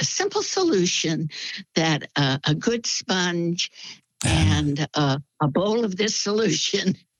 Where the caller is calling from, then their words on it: Sugar Creek, Missouri, United States; Good morning. … from Sugar Creek, Missouri, and my past is catching up with me.